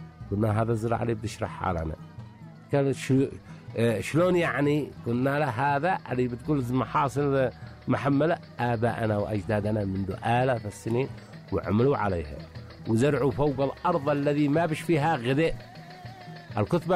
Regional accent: Sanaa, Amanat Al Asimah, Yemen; أو ما نسميها عندنا في صنعاء كوبا

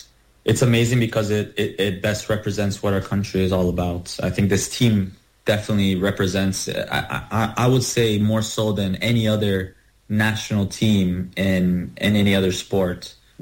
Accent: Brampton, Ontario, Canada; growing up in Brampton and playing, you know, on the streets and at the schools and at the parks in that city.

